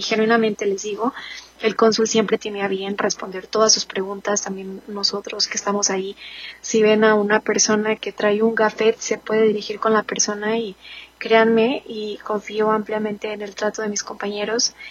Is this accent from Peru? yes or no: no; Mexico; moved away; nuestra comunidad como mexicanos